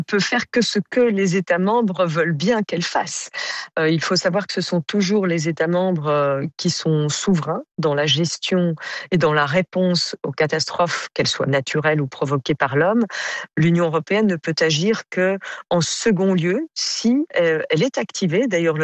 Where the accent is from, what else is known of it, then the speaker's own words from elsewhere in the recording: Belgium; je suis belge.